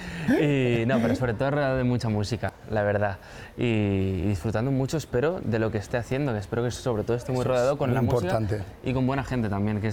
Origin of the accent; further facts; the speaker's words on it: Barcelona, Catalonia, Spain; Soy un chico de Barcelona, 24 años